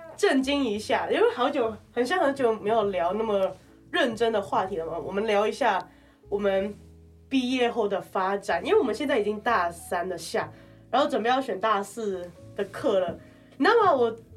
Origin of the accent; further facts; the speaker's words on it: Hong Kong; now in Taiwan; 因为我是香港人嘛